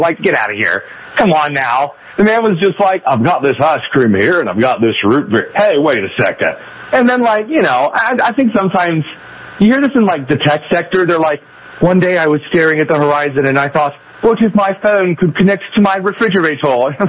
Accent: Midwest, United States; As a Midwesterner, again, who just talked about Hardee's and A&W in the same segment

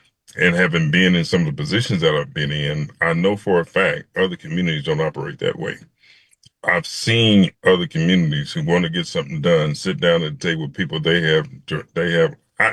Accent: Kansas City, United States; moved away as an adult; having been born and raised in Kansas City and been back now some 30 years

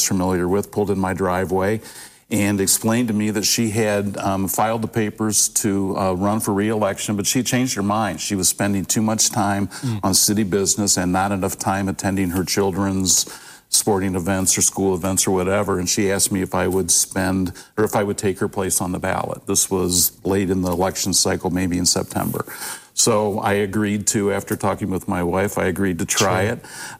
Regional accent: Bowling Green, Ohio, United States; I grew up in Bowling Green. I was born there. I've raised there. I've never lived anywhere else. Graduated from Bowling Green High School.

